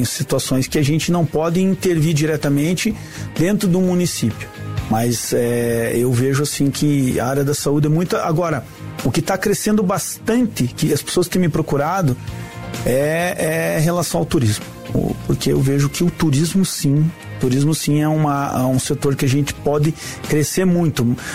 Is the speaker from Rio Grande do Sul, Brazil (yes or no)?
no; São José dos Pinhais, Paraná, Brazil; also born or lived in Curitiba; Eu nasci no Hospital São Vicente, em Curitiba. Me criei, né? Fui criado ali em São José dos Pinhais, no bairro Afonso Pena. Depois eu fui lá para Piem, para a região Sul-Leste